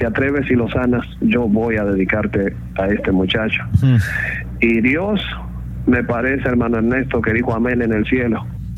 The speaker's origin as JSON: {"language": "Spanish", "country": "Dominican Republic", "tie": "born there", "said": "Yo soy dominicano de nacimiento. Soy el menor de 8 hermanos."}